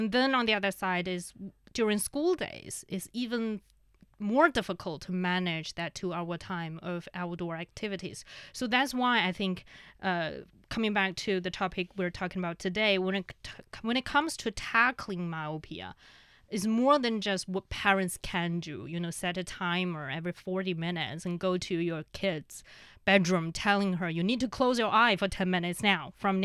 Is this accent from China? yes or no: yes; Inner Mongolia, China; Yeah, I'm from Inner Mongolia.